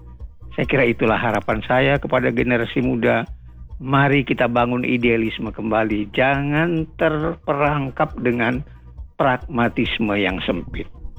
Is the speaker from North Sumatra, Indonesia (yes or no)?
yes; North Sumatra, Indonesia; saya adalah berasal dari Angkola, Tapanuli Selatan